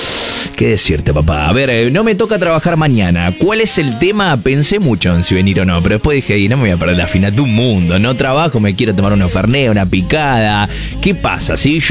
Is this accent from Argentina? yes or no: yes; Argentina; yo soy argentino